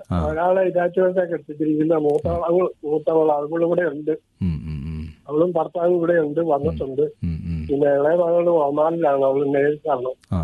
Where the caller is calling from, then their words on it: Vellur, Kerala, India; ഞാൻ ബെള്ളൂരിൽ നിന്നാണ് വിളിക്കുന്നത്. തലയോലപ്പറമ്പ് അടുത്ത്